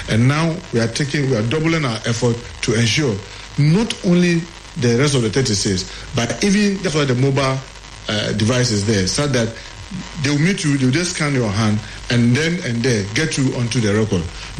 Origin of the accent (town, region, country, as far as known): Ghana